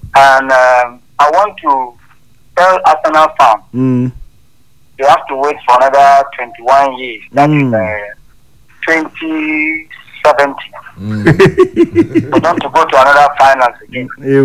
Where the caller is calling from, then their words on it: Dadin Kowa, Nigeria; I'm calling from Darden Kowa.